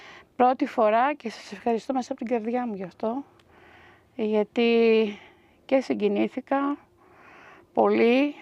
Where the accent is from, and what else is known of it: Epirus, Greece